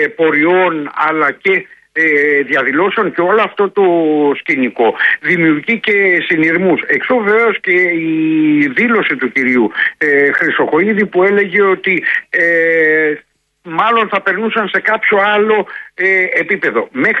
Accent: Dafni, Western Greece, Greece; Μόνο σε μία περίπτωση πήραν 1.000 ευρώ στην Δάφνη Καλαβρίτων, εκεί στην πατρίδα μου

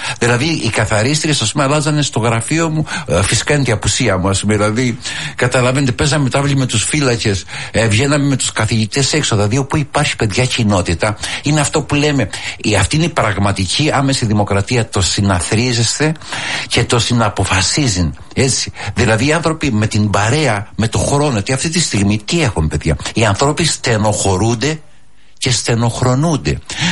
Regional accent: Crete, Greece; moved away as an adult; όταν έφυγα από το χωριό να πάω στο Ηράκλειο. Μιλάμε 40 λεπτά δρόμους, αλλά δεν είχαμε αυτοκίνητα τότε.

